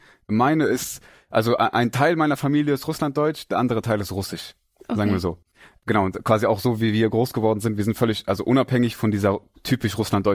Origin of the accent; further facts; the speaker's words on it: Cologne, North Rhine-Westphalia, Germany; Wir kommen beide aus Köln.